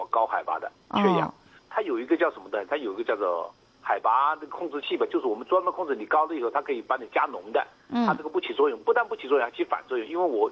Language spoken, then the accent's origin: Chinese; Jiangxi, China; 我们江西人